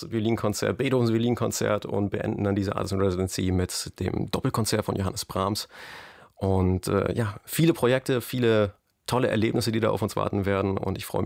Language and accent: German; Bavaria, Germany; Als Bayer ist man dann natürlich ein bisschen automatisch schon naturgebunden mit den Alpen vor der Haustür.